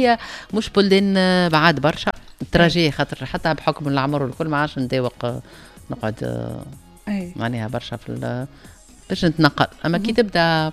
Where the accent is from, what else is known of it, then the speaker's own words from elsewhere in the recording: Tunisia; معناها كي نبدا راجعة مروحة لتونس وكي نبدا لبرا نحس روحي فخورة اللي أنا تونسية فرانشمون ونغير عليها بلادي